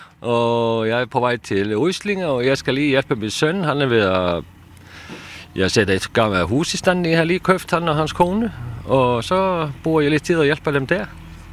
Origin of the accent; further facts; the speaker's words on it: Iceland; Nej, jeg er fra Island, og jeg er sådan noget kommet hernede bare til at hygge mig i sommeren.